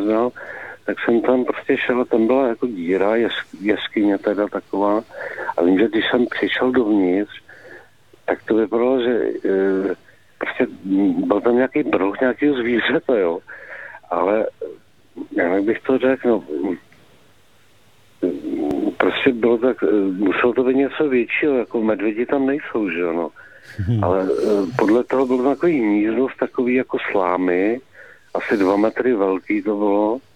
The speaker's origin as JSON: {"language": "Czech", "region": "Moravia", "country": "Czechia", "said": "my jsme původně z Moravy, jako."}